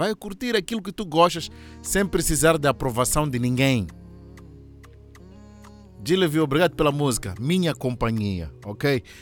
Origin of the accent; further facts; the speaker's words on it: Muxenga, Tete, Mozambique; sou de Muxenga, distrito de Xangara.